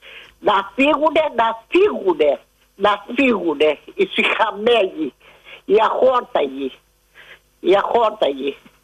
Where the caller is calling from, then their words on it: Spata, Attica, Greece; από τα Σπάτα.